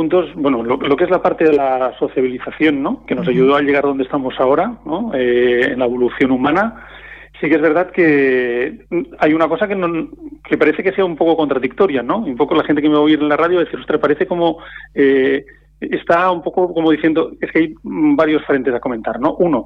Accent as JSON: {"language": "Spanish", "town": "Tarragona", "region": "Catalonia", "country": "Spain", "said": "yo soy de Tarragona y tampoco no puedo ir a ver a mis padres"}